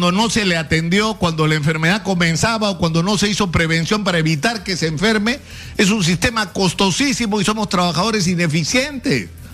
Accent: Peru

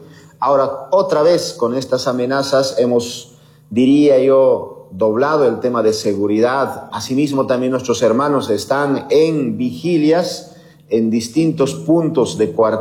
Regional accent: Bolivia; now in Chimoré, Bolivia; estamos esperando como pueblo boliviano

